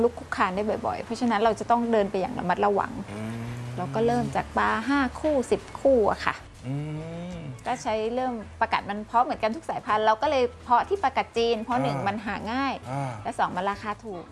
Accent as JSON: {"language": "Thai", "country": "Thailand", "tie": "born or raised there", "said": "ไม่มีงานทำแล้วก็เราก็มาเริ่มต้นที่บ้านเกิดที่จังหวัดนครปฐมที่เนี่ยค่ะ"}